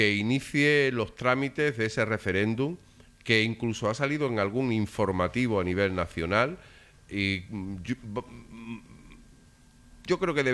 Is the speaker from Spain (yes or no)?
yes; San Fernando, Andalusia, Spain; a nosotros se nos conocen como isleños.